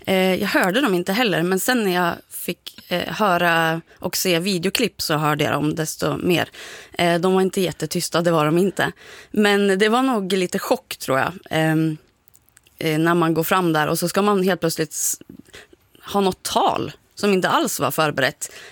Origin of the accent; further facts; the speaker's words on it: Ljusdal, Gävleborg County, Sweden; kommunpolitiken i Ljusdal då specifikt där vi kommer från.